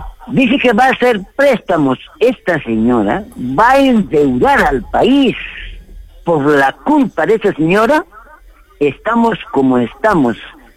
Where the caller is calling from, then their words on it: Peru; viva el Perú, quiero a mi país. Yo soy auténtico como peruano.